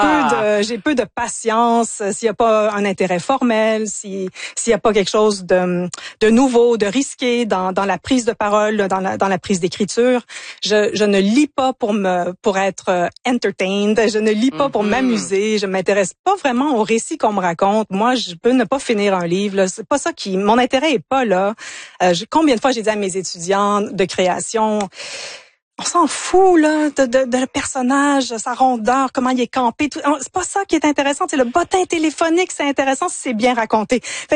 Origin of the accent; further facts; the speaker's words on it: Ontario, Canada; also born or lived in United States / England; Moi, je suis franco-ontarienne au départ, donc j'ai grandi dans l'univers anglophone. J'ai vécu aux États-Unis, en Angleterre.